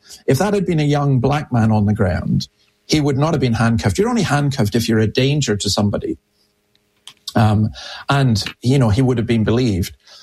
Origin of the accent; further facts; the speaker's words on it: Scotland, United Kingdom; And as a Scotsman, that made me very interested.